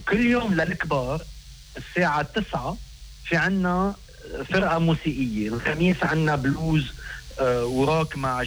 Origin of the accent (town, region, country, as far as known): Lebanon